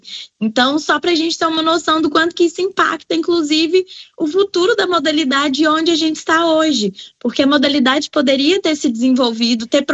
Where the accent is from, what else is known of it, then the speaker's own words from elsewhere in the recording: Minas Gerais, Brazil; Eu sou mineira, não sou de São Paulo